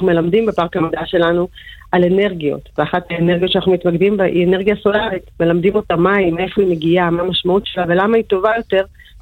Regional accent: Hadera, Haifa District, Israel; moved away; אני תושבת חדרה לשעבר, גדלתי בחדרה. הייתי בטכנודה בילדותי. והיום סוגרת מעגל ועובדת פה כבר 16 שנים.

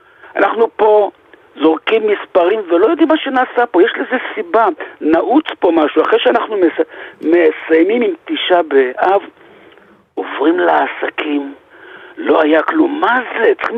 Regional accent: Bnei Brak, Tel Aviv District, Israel; אני בני ברקי והתפללתי בבית כנסת מערב של פה בסילל.

